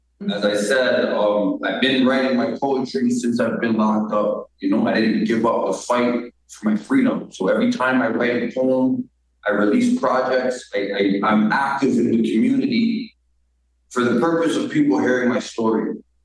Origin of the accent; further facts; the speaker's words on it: Toronto, Ontario, Canada; I'm from Toronto, west end of Toronto.